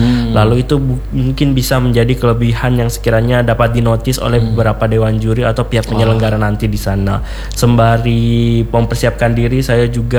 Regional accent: South Sulawesi, Indonesia; Adapun langkah saya sebagai putra Nusantara Sulawesi Selatan dan Sulawesi Barat, yakni memilih teman-teman sejak kecil untuk melakukan berbagai kegiatan literasi.

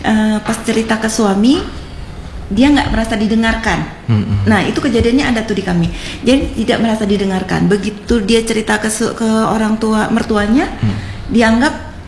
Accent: Java, Indonesia; Nah, misalnya nih saya orang Jawa menikah sama orang

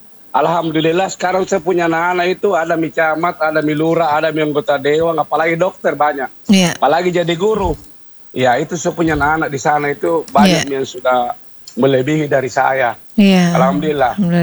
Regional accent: Makassar, South Sulawesi, Indonesia; born there; Nah, kemudian saya pindah ke Makassar tempat kelahiran saya.

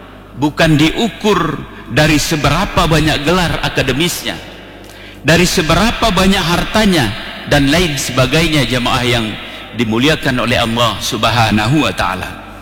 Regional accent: Aceh, Indonesia; kita orang Gayo, orang yang ada di Aceh Tengah ini

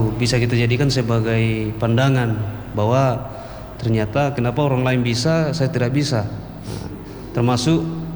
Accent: Mamasa, West Sulawesi, Indonesia; kita sebagai orang Sulawesi Barat, orang Mamasa

